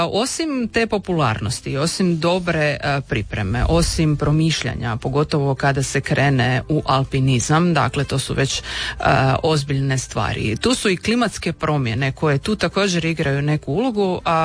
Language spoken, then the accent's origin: Croatian; Croatia